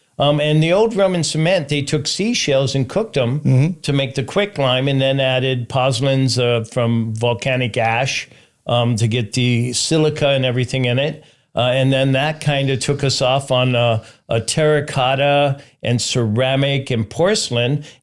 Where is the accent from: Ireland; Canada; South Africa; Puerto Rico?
Puerto Rico; moved away; I grew up in Puerto Rico.